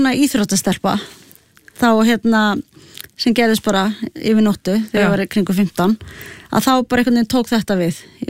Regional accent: Reykjavík, Capital Region, Iceland; also born or lived in Sweden; ég fæddist í Reykjavík og svo alinn upp í, hérna, í Svíþjóð frá 2 til 6 ára

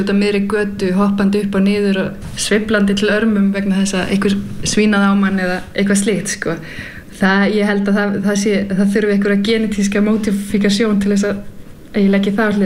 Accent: Denmark; now in Iceland; nú er ég alin upp í Danmörku og það er það mjög sjaldan að þú verður fyrir reiði í opinberu rými

